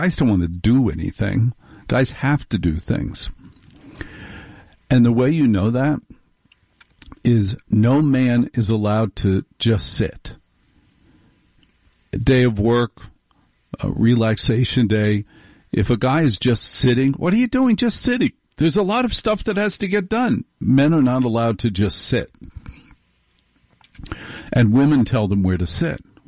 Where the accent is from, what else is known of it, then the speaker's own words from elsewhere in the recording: New Jersey, United States; I was raised in New Jersey, which is a matriarchy. It's all Carmelo Soprano. There's no guy in charge in New Jersey.